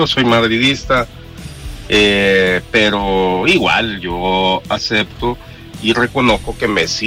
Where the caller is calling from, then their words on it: El Salvador; acá en El Salvador